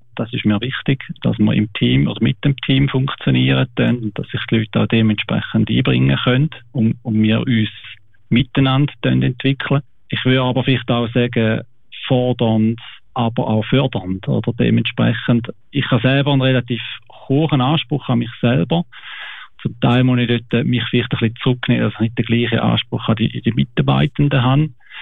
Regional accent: Switzerland; Mein Vater ist von Helsinki. Schon lange aber in der Schweiz und meine Mutter ist von Willichingen. Wir sind in Zwichingen aufgewachsen. Ich habe also mehr die Wurzeln da in der Schweiz

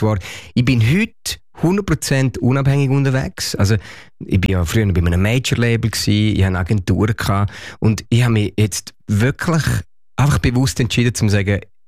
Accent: Switzerland; accent: Swiss German; Ich wollte schon immer mal Schweizerdeutsch singen. Für mich war es klar. Und ich habe so einen schönen broten Dialekt.

